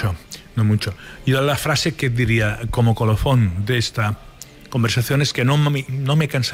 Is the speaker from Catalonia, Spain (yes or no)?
yes; Barcelona, Catalonia, Spain; Yo soy de San Andreu, que es un barrio que está bastante lejos